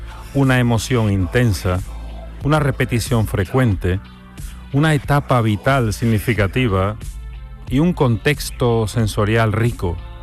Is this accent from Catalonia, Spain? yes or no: no; Seville, Andalusia, Spain; born there; also born or lived in Córdoba; Nací en Córdoba un 6 de marzo de 1968, pero cuando tenía apenas 5 años, la vida me trajo a Sevilla.